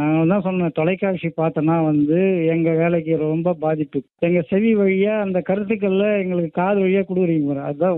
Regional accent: Cheyyar, Tamil Nadu, India; moved away as an adult; now in Vazhaipandal, India; என்னுடைய சொந்த ஊர் வந்து செய்யாறு, திருப்பதிபுரம் மேடம். நாங்கள் இப்போ இருக்கிறது வந்து பாட்டி வீடு வந்து வாழைப்பந்தல், வாழைப்பந்தல் அருகே தான் கொர்க்காத்தூர், இடையில 1 கிலோமீட்டர். சொந்த ஊர்ல இருந்தோம், அது வந்து கொஞ்சம் கஷ்டத்துல என்ன, கொஞ்ச நாள் ஒரு 30-40 வருஷம் இருந்தோம்.

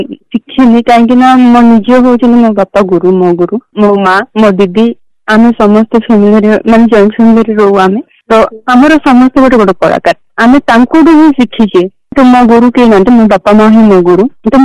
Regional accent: Kangarapada, Odisha, India; ମୋ ବ୍ଲକ ହେଉଛି ଲମତାପୁର, ମୋ ଗାଁ ହେଉଛି କାଙ୍ଗରାପଡ଼ା, ଆଉ ମୋ ଡିଷ୍ଟ୍ରିକ୍ଟ ହେଉଛି କୋରାପୁଟ।

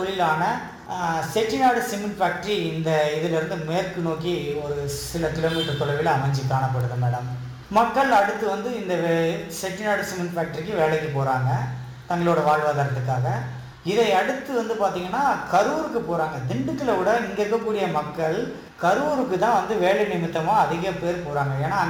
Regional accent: Kujiliamparai, Tamil Nadu, India; நான் இந்த ஊரை சேர்ந்தவன் தான்.

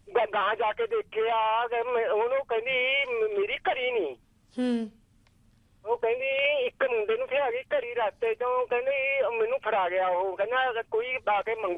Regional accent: Bhalmajra, Punjab, India; ਮੇਰਾ ਪਿੰਡ ਭਲਮਾਜਰ ਆ ਜੀ, ਜ਼ਿਲ੍ਹਾ ਫਤਿਹਗੜ੍ਹ ਸਾਹਿਬ।

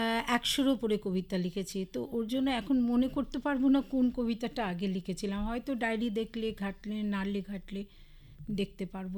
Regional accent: Durgapur, West Bengal, India; now in Siliguri, India; আমার বাড়ি শিলিগুড়ির বাবুপাড়ায়, আমি বাবুপাড়ায় থাকি। আর মূলত আসলে আমি উত্তরবঙ্গের কন্যা বলি কেন, যেহেতু আমি ৩০ বছর আমি উত্তরবঙ্গেতে আছি। আমি দক্ষিণবঙ্গের মেয়ে এবং আমি দুর্গাপুরের মেয়ে।

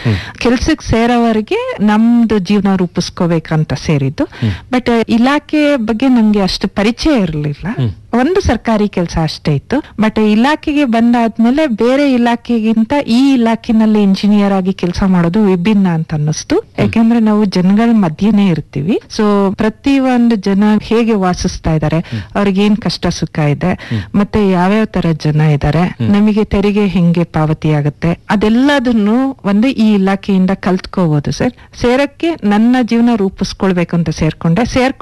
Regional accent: Karnataka, India; born there; moved away; ನಾನು ಹಾಸನದಿಂದ ಒಂದು ಸುಮಾರು 80 ಕಿಲೋಮೀಟರ್ ದೂರ ನಾನು ಹುಟ್ಟಿದ್ದು.

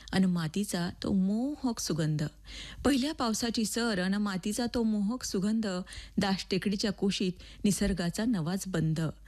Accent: Mozari, Maharashtra, India; मोजरी हे केवळ माझं गाव नाही, तर ते माझ्या आत्म्याचं, माझ्या श्वासाचं आणि माझ्या साहित्याचं चिरंतन माहेर आहे. या मातीत माझं बालपण गेलं याचा मला केवळ अभिमान नाही

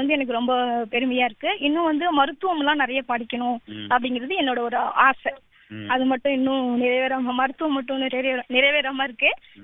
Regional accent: Thiruvarur, Tamil Nadu, India; சொந்த ஊர் திருவாரூர் சார்.

